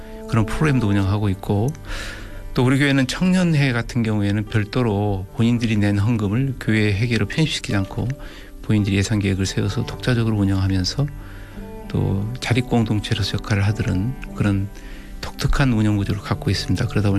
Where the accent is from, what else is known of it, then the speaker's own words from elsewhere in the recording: Yeosu, South Jeolla, South Korea; now in Gwangju, South Korea; 고향이 여수입니다. 네, 여수 참 좋은 동네입니다. 맑은 물, 또 깨끗한 산, 그리고 좋은 사람들이 사는 곳이고요. 말 그대로 한자어로 수려하고 깨끗한 그런 동네입니다.